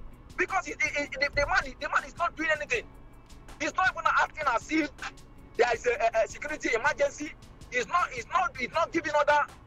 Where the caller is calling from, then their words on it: Port Harcourt, Rivers, Nigeria; I'm calling you from Port Harcourt, right?